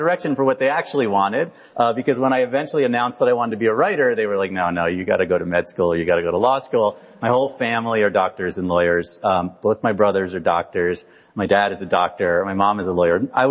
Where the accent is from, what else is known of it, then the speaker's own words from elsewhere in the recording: Princeton, New Jersey, United States; born there; I was born in Princeton, New Jersey.